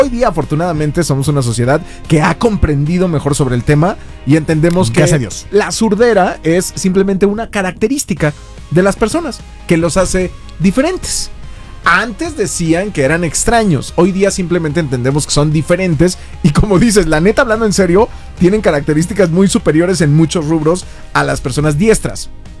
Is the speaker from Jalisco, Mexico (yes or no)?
yes; Guadalajara, Jalisco, Mexico; born there; nací en Guadalajara y le voy a la América.